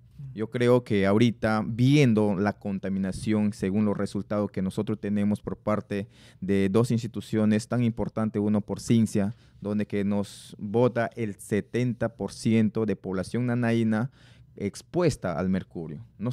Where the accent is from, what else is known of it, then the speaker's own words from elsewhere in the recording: Peru; Nosotros también somos peruanos, no somos extranjeros.